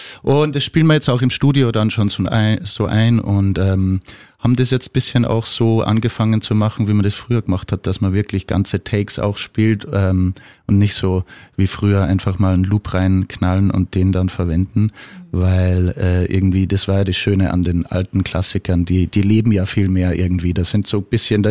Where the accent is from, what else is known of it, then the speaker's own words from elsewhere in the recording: Salzburg, Austria; moved away as an adult; now in Vienna, Austria; wir sind ja eigentlich alle Salzburger und kennen uns schon ewig eigentlich aus der Schule sogar. Und dann sind alle mal ein bisschen ausgewandert und haben sich dann in Wien wiedergefunden.